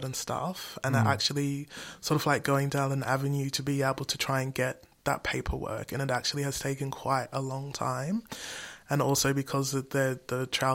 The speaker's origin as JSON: {"language": "English", "country": "Haiti", "said": "So I can trace back, I guess I know that I'm from Haiti"}